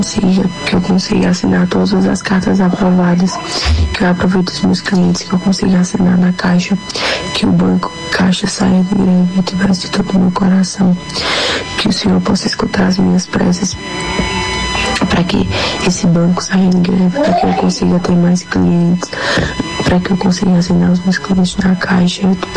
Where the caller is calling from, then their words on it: Campina Grande, Paraíba, Brazil; Eu sou de Campina Grande.